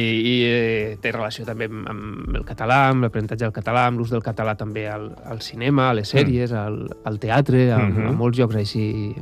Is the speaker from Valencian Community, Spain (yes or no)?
yes; Valencian Community, Spain; jo soc valencià